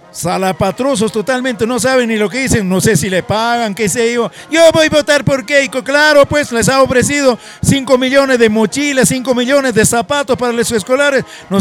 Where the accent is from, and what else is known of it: Ancash, Peru